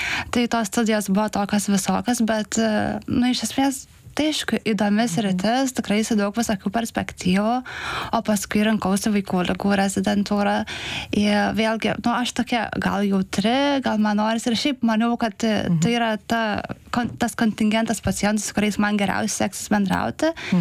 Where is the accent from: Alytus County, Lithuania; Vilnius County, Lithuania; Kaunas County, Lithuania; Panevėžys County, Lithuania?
Kaunas County, Lithuania; Kaunas; aš irgi augau Kaune, bet baigiau Saulės gimnaziją.